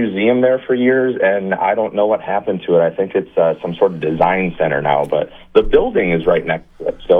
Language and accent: English; Boyne City, Michigan, United States; I'm from Boyne, and I've known that water tower my entire life.